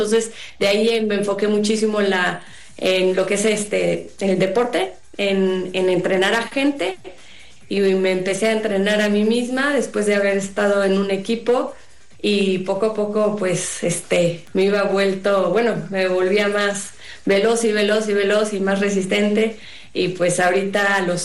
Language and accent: Spanish; Puebla, Mexico; Soy de Puebla, yo consulto tanto presencial aquí en Puebla o en línea.